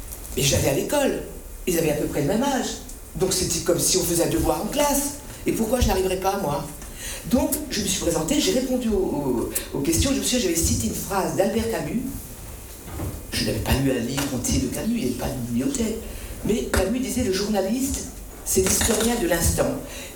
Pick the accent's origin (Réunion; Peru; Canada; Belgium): Réunion; chez nous, à La Réunion